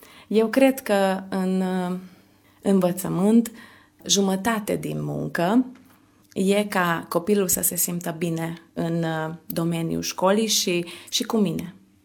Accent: Micherechi, Békés, Hungary; Nu m-aș muta niciodată de acolo. Am soț, chiar și el micherechian, așa că nici nu s-a ivit ideea niciodată să ne mutăm ori în Giula, ori în alt localitate. Noi suntem din Michereghi

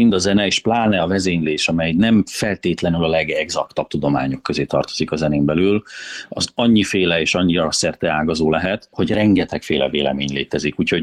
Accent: Hungary; Természetesen magyar ember vagyok, aki Magyarországon él.

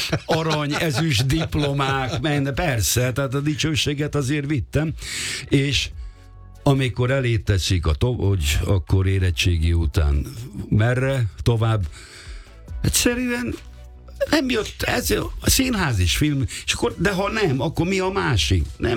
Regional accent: Budapest, Hungary; És hát ott nőttem föl, ott voltam tag

